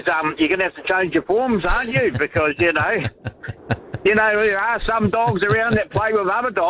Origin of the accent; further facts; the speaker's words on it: Canterbury, New Zealand; I was actually born and bred in the One-Eyed Cantabrian. And I was brought up in that Brighton area.